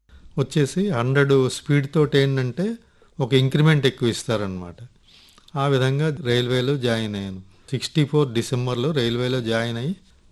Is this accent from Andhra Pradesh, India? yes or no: yes; Kakinada, Andhra Pradesh, India; also born or lived in Madhyavalasa; నేను మధ్య వలసలో పుట్టాను, శ్రీకాకుళం జిల్లా. అక్కడి నుంచి కాకినాడ మేనమావ తీసుకెళ్ళి 6వ క్లాస్ నుంచి ఆ కాకినాడలోనే చదివించారు.